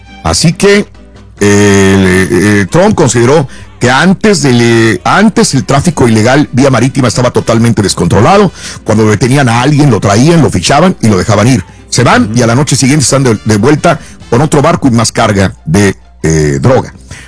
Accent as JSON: {"language": "Spanish", "country": "Mexico", "said": "No pasa nada. Somos mexicanos, ¿verdad, Carita?"}